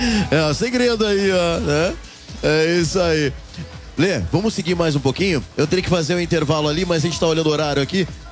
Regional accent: Porto Alegre, Rio Grande do Sul, Brazil; now in Lajeado, Brazil; Eu sou de Porto Alegre, mas tô morando em Lajeado

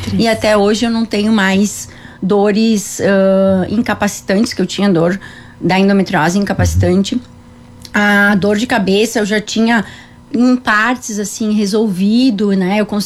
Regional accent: Encantado, Rio Grande do Sul, Brazil; born there

